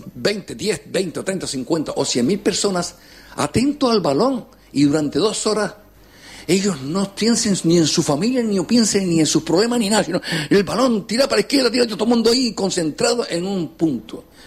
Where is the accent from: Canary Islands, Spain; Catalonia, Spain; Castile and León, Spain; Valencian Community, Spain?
Canary Islands, Spain; vengo a defender mi pueblo, que es España y Canarias.